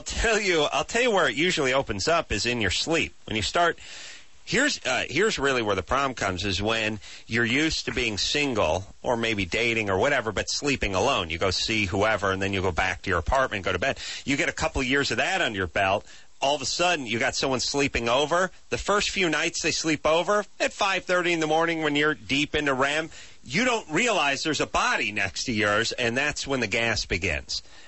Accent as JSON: {"language": "English", "town": "North Hollywood", "region": "California", "country": "United States", "tie": "born or raised there", "said": "My I grew up in North Hollywood, but now my mom's house is in Valley Village."}